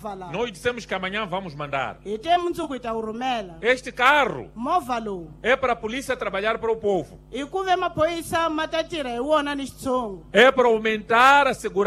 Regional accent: Mozambique; Mas se nós, como moçambicanos, não ficarmos atentos, não ficarmos vigilantes

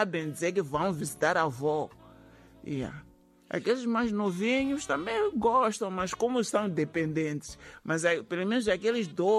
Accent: Inhambane, Mozambique; now in Maputo, Mozambique; Eu não nasci aqui em Maputo. Nasci em Inhambane. Eu faço aqueles pratos de lá típicos da minha terra.

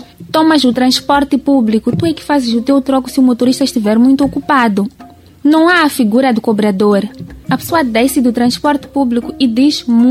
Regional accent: Mozambique; moved away as an adult; also born or lived in Chile; Quando saí de Moçambique

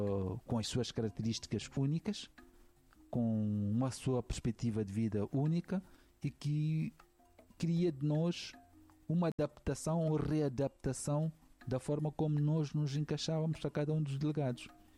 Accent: Beira, Sofala, Mozambique; moved away; eu ligo-me a Moçambique falando da Beira, de onde saí em 99. Quando me perguntam de onde é que tu és, é o primeiro lugar onde eu digo: eu sou beirense, porque tenho uma identidade própria.

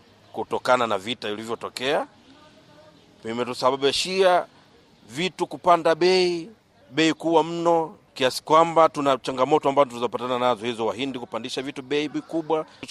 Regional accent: Mueda, Cabo Delgado, Mozambique; Mimi ni mzaliwa wa Mueda, manispaa hii ya Mueda. Nipo tangu utoto wangu nimefanyia kazi hapa Mueda.

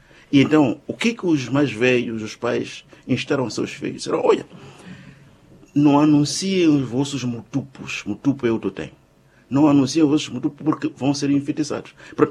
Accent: Mozambique; eu faço referência à região centro de Moçambique, de onde eu venho

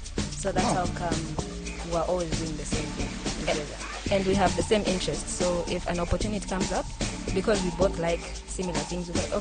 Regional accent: Lusaka, Lusaka Province, Zambia; So, we're born and raised in Lusaka. Lusaka West, to be specific.

